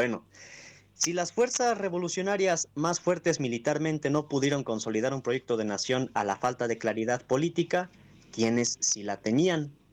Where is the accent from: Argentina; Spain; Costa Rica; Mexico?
Mexico